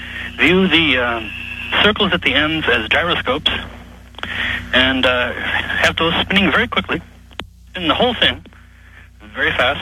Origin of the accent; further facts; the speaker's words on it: Minnesota, United States; Oh, actually, I'm originally from Minnesota.